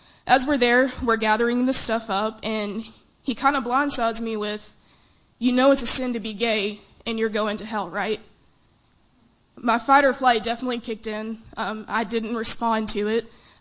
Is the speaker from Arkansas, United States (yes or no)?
yes; Malvern, Arkansas, United States; also born or lived in Little Rock, Arkansas; I am of Arkansas because my family is of Arkansas. I was born here in Little Rock, but I was raised about 45 minutes south in Malvern, Arkansas.